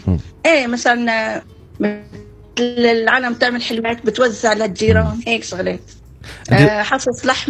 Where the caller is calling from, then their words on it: Al-Qusayr, Homs Governorate, Syria; أنا من حمص من القصير.